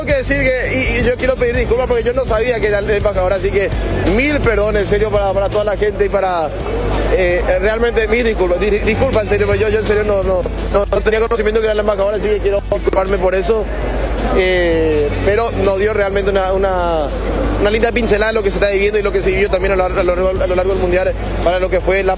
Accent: Paraguay; English is a second language; Vamos, vamos. Australia, we're from Paraguay.

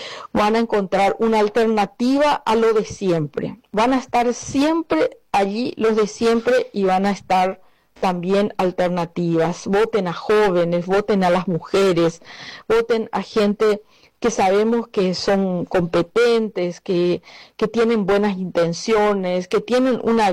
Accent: Lambaré, Central, Paraguay; quiero que mis hijos se queden en el Paraguay, quiero ser abuela en el Paraguay. Yo vivo en Lambaré

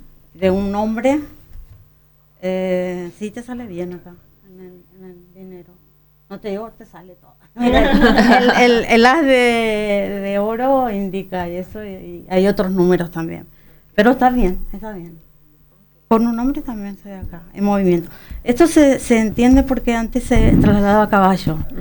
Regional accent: Argentina; now in Luque, Paraguay; yo soy argentina justamente, allá no se practica tanto el San Juan

